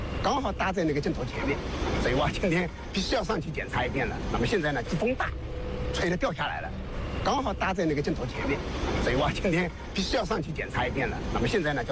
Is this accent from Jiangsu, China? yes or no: yes; Suzhou, Jiangsu, China; 我呢是一个土生土长的苏州人，正儿八经的一个农民。